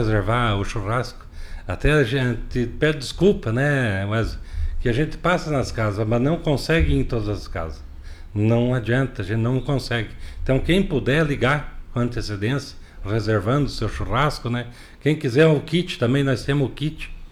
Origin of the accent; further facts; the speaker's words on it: Brazil; mas eu e o Vei nascemos ali no Gavião, né?